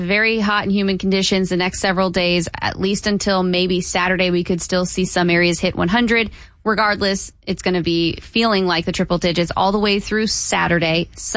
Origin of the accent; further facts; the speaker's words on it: Las Vegas, Nevada, United States; moved away; I'm from Las Vegas